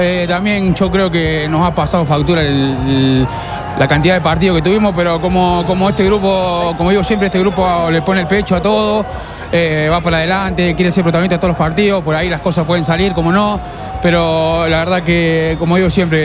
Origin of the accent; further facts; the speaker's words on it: Argentina; moved away as an adult; now in Rancagua, Chile; mi familia que está en Argentina, a la gente de mi pueblo